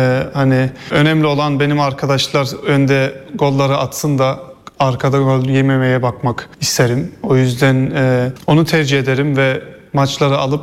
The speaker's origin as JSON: {"language": "Turkish", "country": "Germany", "tie": "born or raised there", "moved": "as an adult", "lives_now": "Turkey", "said": "Hani doğma büyüme Almanya ama gene kanımız Türkiye."}